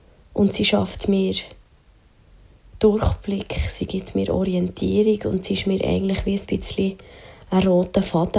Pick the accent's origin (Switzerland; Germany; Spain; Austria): Switzerland; Bern; ich bin eine Berner Musikerin